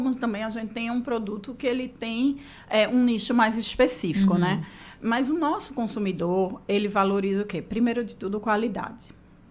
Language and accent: Portuguese; Northeast Region, Brazil; todos nós, como nordestinos